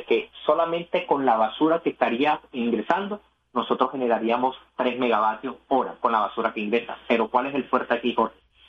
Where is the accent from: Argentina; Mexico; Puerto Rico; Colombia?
Colombia; Barranquilla, Atlántico; bueno, yo soy barranquillero. Barranquilla actualmente cuenta con una planta que es insignia y debería ser orgullo para nosotros